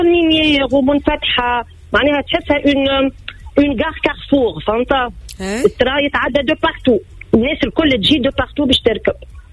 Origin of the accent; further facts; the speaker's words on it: North West Tunisia, Tunisia; also born or lived in Tajerouine / Le Kef / Bizerte / Siliana; رجعت لشمال الغربي خاطر فريمون صغري كامل في الشمال الغربي